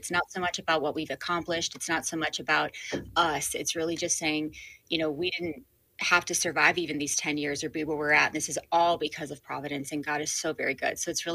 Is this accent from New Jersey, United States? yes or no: no; Cincinnati, Ohio, United States; I'm actually from Cincinnati